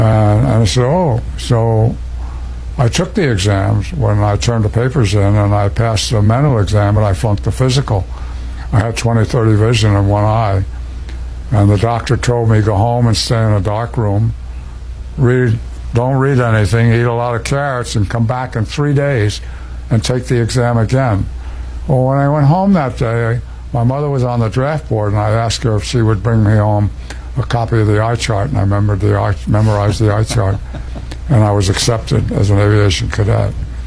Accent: Newark, New Jersey, United States; I was born in Newark, New Jersey in 1924, February 15th.

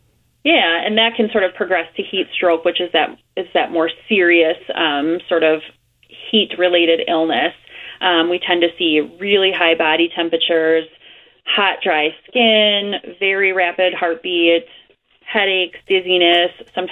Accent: Fox Valley, Wisconsin, United States; So I grew up in the Fox Valley

